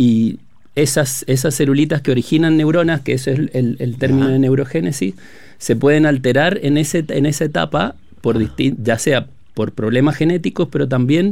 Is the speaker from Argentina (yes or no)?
yes; Argentina; moved away as an adult; also born or lived in Valdivia, Chile; now in Chile; yo ya soy, de hecho, sacaba la cuenta y ya tengo más tiempo viviendo en Chile que en Argentina, así que ya soy más chileno, mis hijas son chilenas.